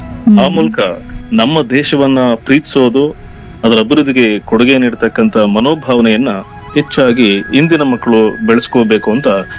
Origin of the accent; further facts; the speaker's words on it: Halahalli, Karnataka, India; ನಾನು ಗುಂಡ್ಲುಪೇಟೆ ತಾಲೂಕು ಹಾಲಹಳ್ಳಿ ನಮ್ಮೂರು.